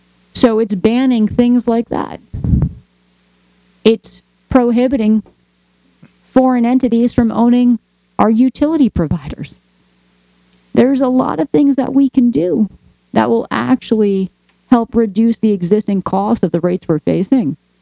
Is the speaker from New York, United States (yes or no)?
yes; Hudson Valley, New York, United States; I grew up here in the Hudson Valley.